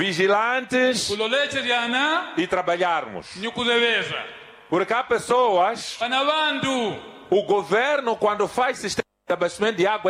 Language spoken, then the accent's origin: Portuguese; Mozambique